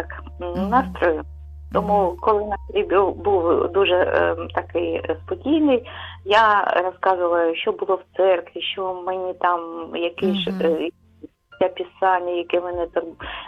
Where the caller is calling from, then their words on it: Kharkiv, Kharkiv Oblast, Ukraine; я з Харкова.